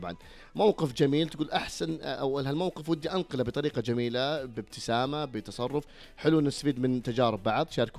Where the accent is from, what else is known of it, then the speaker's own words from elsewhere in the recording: Saudi Arabia; ديرتنا، والله عز السعودية ولا عز عليها.